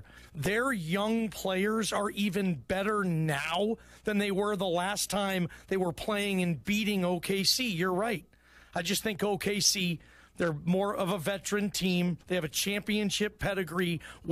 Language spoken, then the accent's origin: English; Seattle, Washington, United States; I mean, dude, I'm from Seattle.